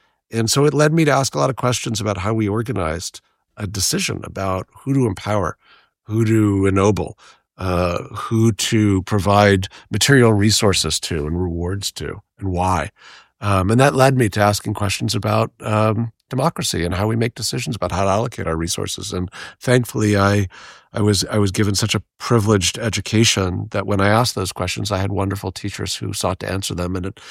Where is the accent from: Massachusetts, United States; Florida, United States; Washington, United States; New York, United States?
New York, United States; born or raised there